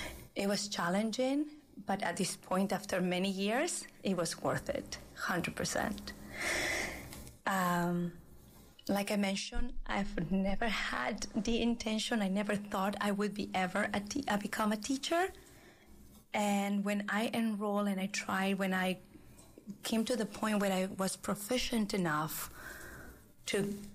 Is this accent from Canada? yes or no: no; Lima, Peru; English is a second language; moved away as an adult; now in United States; I was born and raised in Lima, Peru